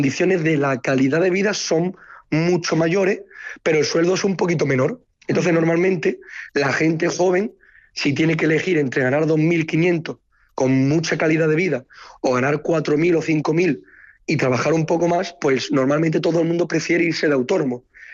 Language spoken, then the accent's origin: Spanish; Spain; moved away as an adult; now in France; Para hablar concretamente de Francia, somos españoles y belgas. Tanto la gente, tanto los fisioterapeutas belgas como los españoles somos los principales